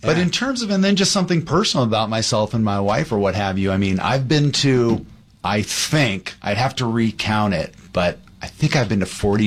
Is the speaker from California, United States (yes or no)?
yes; Diamond Bar, California, United States; now in Venice Beach, United States; I grew up in the San Gabriel Valley in Walnut Diamond Bar. Wow, okay. I'm Diamond Bar class of 92.